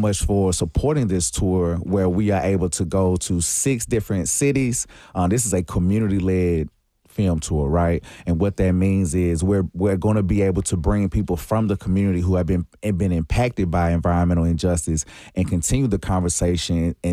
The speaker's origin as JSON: {"language": "English", "town": "Nashville", "region": "Tennessee", "country": "United States", "tie": "born or raised there", "said": "I grew up in East Nashville with asthma."}